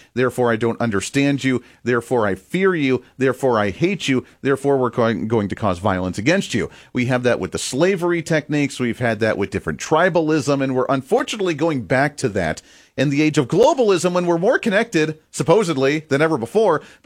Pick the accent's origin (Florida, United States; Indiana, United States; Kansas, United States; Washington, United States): Kansas, United States; I come from Kansas. That's how we were founded as a state, was to end slavery and separation.